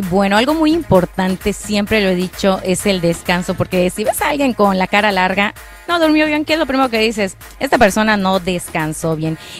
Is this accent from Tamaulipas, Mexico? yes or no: no; Yucatán, Mexico; yo he de confesar, Mauricio, que yo sí fallé como yucateca, porque yo no duermo en hamaca